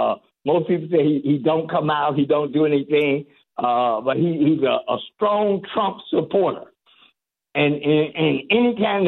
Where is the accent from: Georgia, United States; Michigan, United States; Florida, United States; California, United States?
Michigan, United States; Detroit; He's going to get some votes. I'm from Detroit. He's going to get some votes.